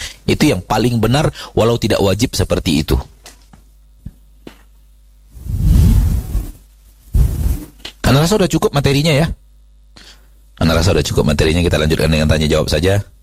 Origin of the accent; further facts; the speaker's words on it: Sumatra, Indonesia; Dalam bahasa kita orang Sumatera, berdarah-darah.